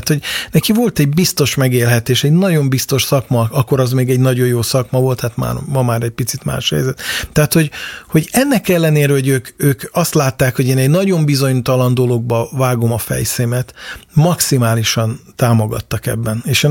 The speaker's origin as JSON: {"language": "Hungarian", "region": "Budapest", "country": "Hungary", "said": "angyalföldi vagyok"}